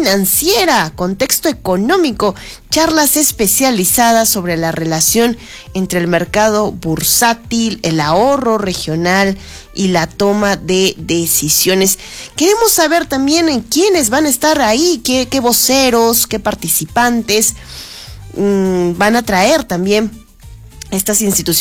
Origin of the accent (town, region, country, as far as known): Peru